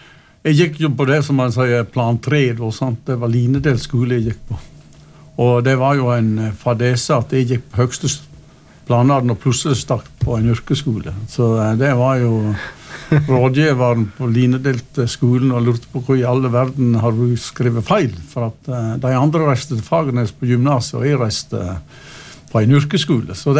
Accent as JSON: {"language": "Norwegian", "town": "Øvre Årdal", "region": "Vestland", "country": "Norway", "tie": "born or raised there", "moved": "as an adult", "lives_now": "Innvik, Stryn, Norway", "said": "Jeg har vokst opp i Øvre Årdal og vært der for det meste. Ja, jeg er stolt Årdal."}